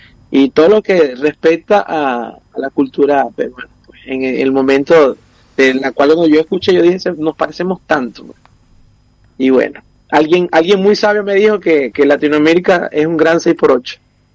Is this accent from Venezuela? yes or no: yes; Maturín, Monagas, Venezuela; born there; en Maturín, que mi tierra.